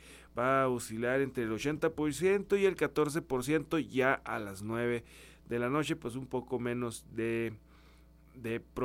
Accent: Nogales, Sonora, Mexico; es un orgullo ser mexicano y sobre todo pues ser sonorense, ¿no? Y nogalense.

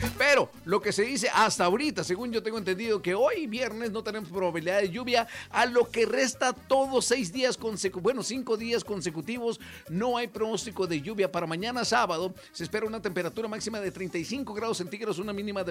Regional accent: Nogales, Sonora, Mexico; los que somos aquí de Nogales

